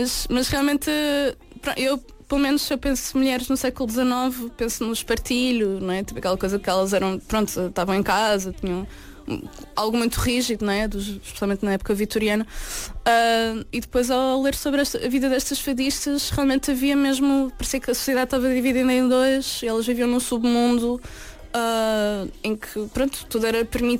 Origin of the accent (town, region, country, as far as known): Portugal; accent: Portuguese